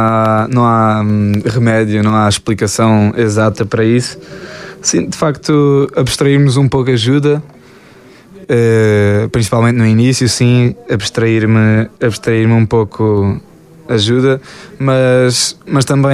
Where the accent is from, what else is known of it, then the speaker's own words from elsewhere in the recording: Alpalhão, Alentejo, Portugal; na minha terra, Alpalhão